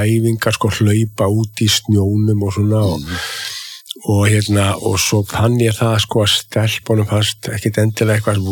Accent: Ísafjörður, Westfjords, Iceland; að vera svona púki á Ísafirði á þessum tíma, sko, 60-70s

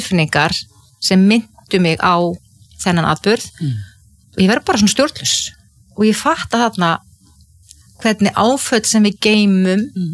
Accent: Ísafjörður, Westfjords, Iceland; ég óttaðist sjóin sem kannski líka tengist því að ég alveg upp á Ísafirði þar sem voru tíu sjóslis

